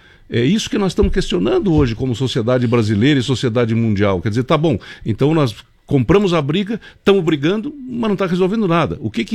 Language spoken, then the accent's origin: Portuguese; Santa Catarina, Brazil; é uma rodovia que nasce em Santa Catarina e termina em Santa Catarina. Somos nós, catarinenses, que temos que lutar por ela.